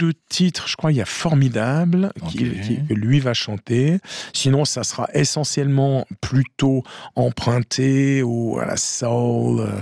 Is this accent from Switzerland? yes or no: yes; Geneva, Switzerland; born there; ce qui n'est pas mon cas, même si je suis né aux Grangettes.